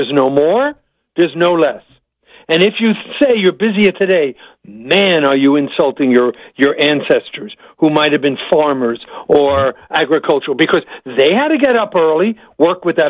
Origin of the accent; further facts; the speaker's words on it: New York, United States; One of them, and I talk fast. I'm from New York, so I can do this.